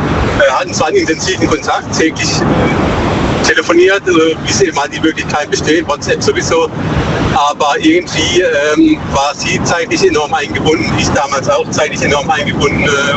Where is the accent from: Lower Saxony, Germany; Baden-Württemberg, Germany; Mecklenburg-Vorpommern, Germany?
Baden-Württemberg, Germany; Aus der Nähe von Bruchsal.